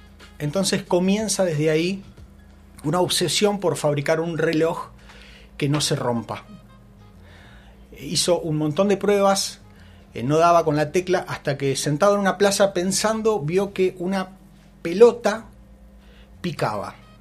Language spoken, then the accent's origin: Spanish; Italy; Bueno, viste, yo soy italiano, los Tano hacemos laburar hasta las piedras.